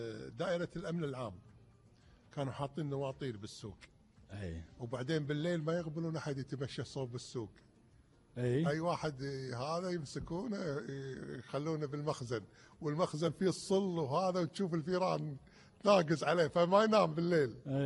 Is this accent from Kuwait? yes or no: yes; Kuwait